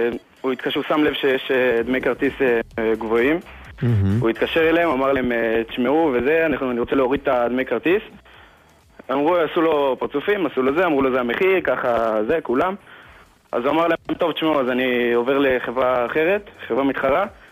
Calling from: Kiryat Ye'arim, Jerusalem District, Israel; אני מקריית יערים.

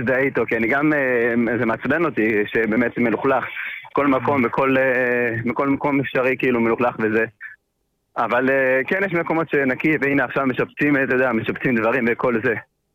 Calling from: Bnei Brak, Tel Aviv District, Israel; כן, אני מבני ברק.

